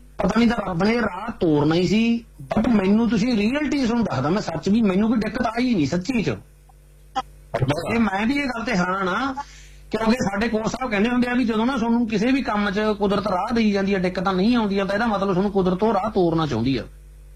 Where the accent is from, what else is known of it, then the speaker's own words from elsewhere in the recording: Mangewal, Punjab, India; ਇੱਕ ਗੱਲ ਦੱਸ ਦੇਣਾ ਵੀ ਸਾਡਾ ਜਿਹੜਾ ਸਾਰਾ ਪਿੰਡ ਹੀ ਆ ਮਾਂਗੇ ਵਾਲੇ, ਸਾਰਾ 1 ਗੋਤਾ ਪਿੰਡ ਆ … ਸਾਡੇ ਪਿੰਡ ਦਾ।